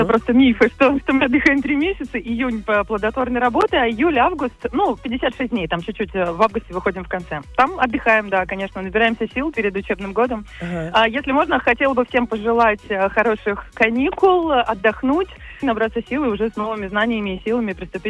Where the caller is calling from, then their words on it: Saint Petersburg, Russia; Я из Санкт-Петербурга.